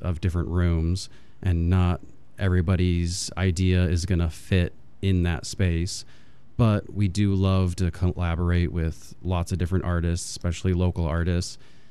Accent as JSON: {"language": "English", "region": "Utah", "country": "United States", "tie": "born or raised there", "said": "I always call it the Southtown Mall, but that's because I grew up in Utah."}